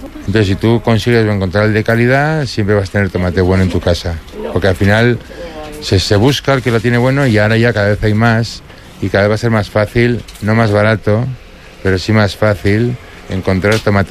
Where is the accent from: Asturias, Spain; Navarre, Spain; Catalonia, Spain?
Navarre, Spain; como soy de Navarra y somos bastante tradicionales